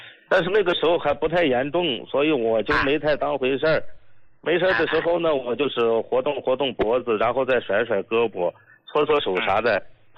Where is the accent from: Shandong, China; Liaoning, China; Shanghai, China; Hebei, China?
Shandong, China; 是这样的，胡老，我家是山东的，我呢是一名出租车司机